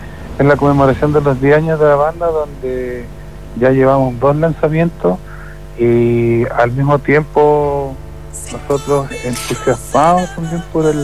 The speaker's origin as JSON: {"language": "Spanish", "town": "Carelmapu", "region": "Los Lagos", "country": "Chile", "said": "Yo soy de Carelmapu, un pueblito que queda"}